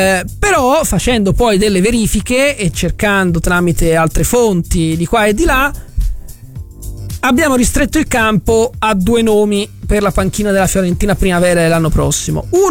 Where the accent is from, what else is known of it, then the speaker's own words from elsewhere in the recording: Florence, Tuscany, Italy; in quanto fiorentini e toscani